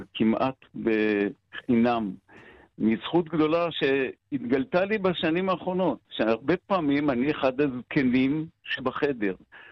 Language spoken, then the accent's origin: Hebrew; Ein Gev, Northern District, Israel; תראה, רוני, אני גדלתי בקיבוץ אינגר. כל ילדותי, רמת הגולן רבצה כפשוטו מעל קיבוץ אינגר, עם מרגמות, עם תותחים, עם ירי על הדייגים בכנרת.